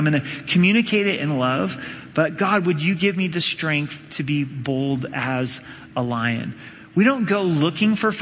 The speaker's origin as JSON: {"language": "English", "region": "Oregon", "country": "United States", "tie": "born or raised there", "said": "I grew up in Southern Oregon"}